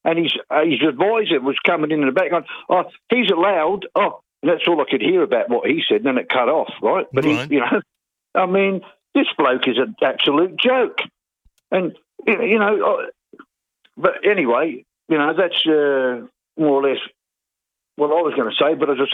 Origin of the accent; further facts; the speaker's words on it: Burundi; now in South Africa; And I've just opened up a shop. I come from Burundi. And I thought my family would be here.